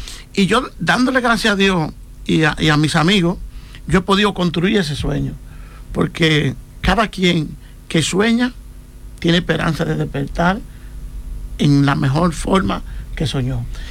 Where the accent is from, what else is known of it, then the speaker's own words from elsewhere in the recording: San Francisco de Macorís, Duarte, Dominican Republic; now in Alcalá de Henares, Spain; hubo una persona en mi campo, que yo soy de San Francisco Macorís, cuando yo estaba estudiando